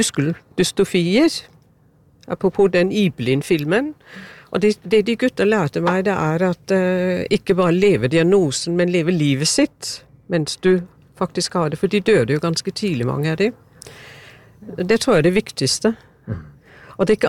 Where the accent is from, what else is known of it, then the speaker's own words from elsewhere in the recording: Denmark; Norwegian is a second language; now in Norway; Jeg opprinnelig fra Danmark og prøver å snakke norsk, men jeg vet, jeg høres ut som en tysker.